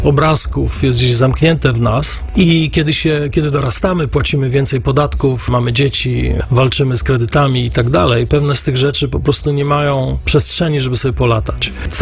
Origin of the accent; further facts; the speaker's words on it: Silesian Voivodeship, Poland; ja pamiętam, że ponieważ jestem ze Śląska, bywałem czasami na dżemach.